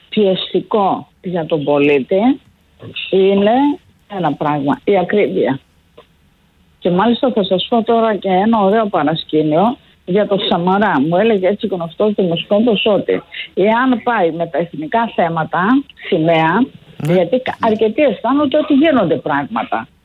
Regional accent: Northern Greece, Greece; ειδικά εμένα που είμαι και από τη Βόρεια Ελλάδα

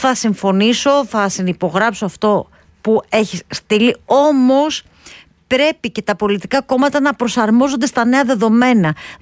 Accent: Magoula, Greece; Θυμάμαι ως πιτσιρέκι που πήγαινα στη Μαγούλα γιατί εκεί ήταν το χωριό μου.

